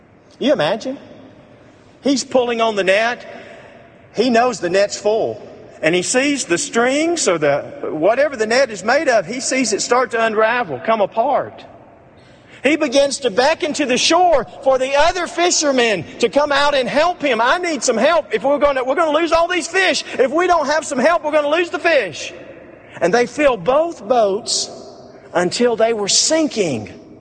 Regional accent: Alabama, United States; that's not the term we used when I was growing up in Alabama.

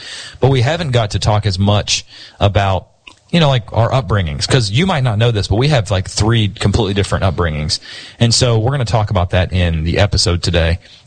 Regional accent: Bridgeport, West Virginia, United States; I grew up in West Virginia and Bridgeport, West Virginia, went to the Bridgeport Church of Christ.

